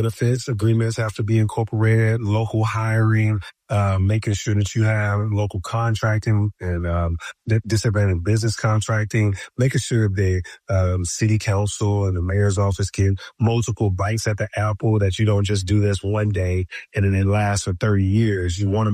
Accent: Atlanta, Georgia, United States; I grew up in Atlanta.

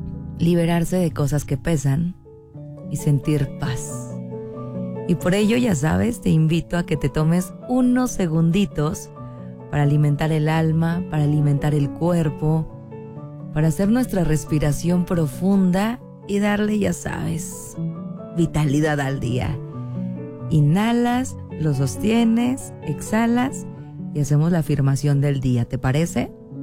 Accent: Mexico; nos fascina como mexicanos.

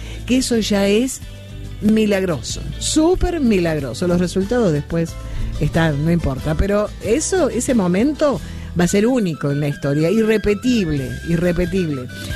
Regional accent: Argentina; somos todos argentinas. Ve, ahí me gusta más. Somos todos argentinas, claro que sí.

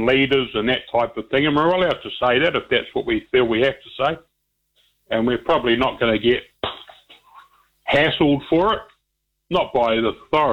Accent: England, United Kingdom; born there; I was born in England.

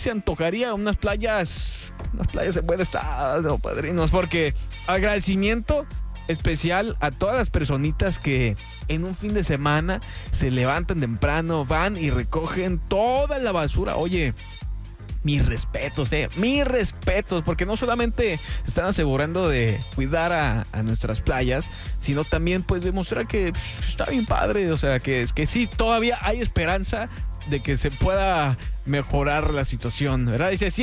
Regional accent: Culiacán, Sinaloa, Mexico; porque yo vivía en Culiacán. Cuando estaba pequeña salíamos de la primaria y nos íbamos derechito al río porque hacía muchísimo calor.

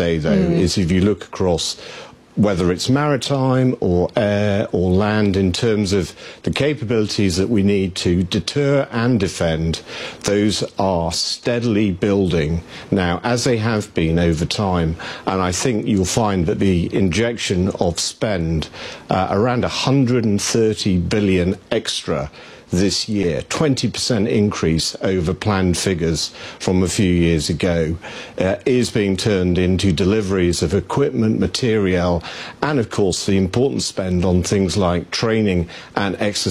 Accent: United Kingdom

